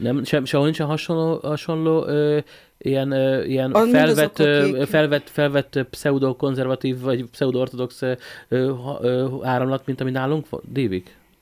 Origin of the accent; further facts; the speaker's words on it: Hungary; én 77-ben születtem, hát én úgy nőttem föl egészen az egész tini korom végéig, hogy nem volt Magyarországon sem Valentin nap, sem pedig Halloween.